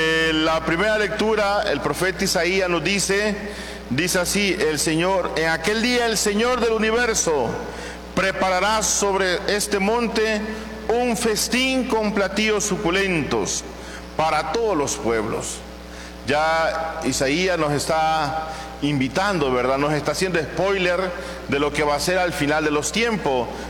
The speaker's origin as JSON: {"language": "Spanish", "town": "Conchagua", "region": "La Unión", "country": "El Salvador", "tie": "born or raised there", "said": "Soy originario de Conchagua"}